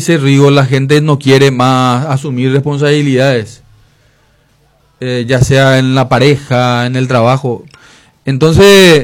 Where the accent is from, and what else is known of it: Paraguay